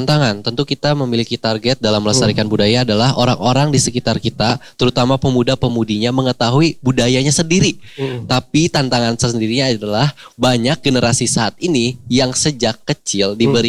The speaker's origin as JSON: {"language": "Indonesian", "town": "Kuningan", "region": "West Java", "country": "Indonesia", "said": "kita sendiri orang Kuningan"}